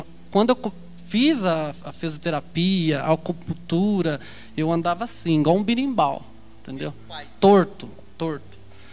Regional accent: Apucarana, Paraná, Brazil; encontrei uma senhora, que eu sou de lá de Apucarana, daí ela de lá.

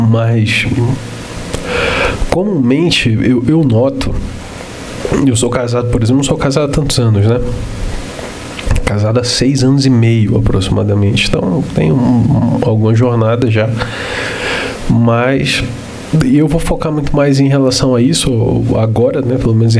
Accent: Belém, Pará, Brazil; also born or lived in Macapá; Eu sou nascido e criado na região norte do país. Eu sou nascido em Macapá, fui criado em Belém do Pará.

